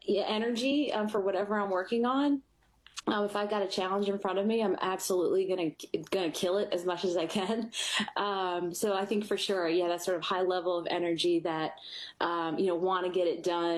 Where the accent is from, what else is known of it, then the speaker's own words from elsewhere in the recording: Philadelphia, Pennsylvania, United States; I'm from Northeast Philadelphia. I'm the youngest of three.